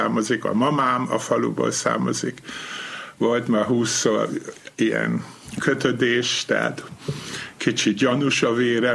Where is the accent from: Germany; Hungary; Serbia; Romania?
Germany; Allendorf; Paraszt udvaran nőttem fel, az volt a mamámé, a papám viszont egy ilyen diplomás feldmérnök, és fontos ember volt a faluban, polgármester. Van egy 1500 lelkű falu, ott születem, Allendorf.